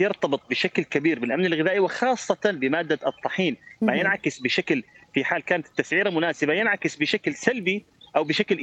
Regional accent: Deir ez-Zor Governorate, Syria; عندنا في دير الزور

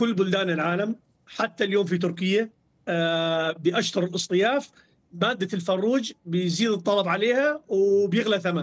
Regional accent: Syria; عندنا في سوريا

